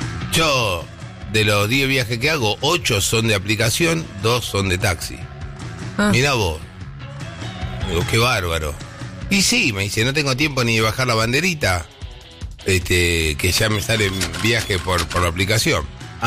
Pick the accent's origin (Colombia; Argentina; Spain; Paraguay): Argentina; Soy argentino, pienso mal.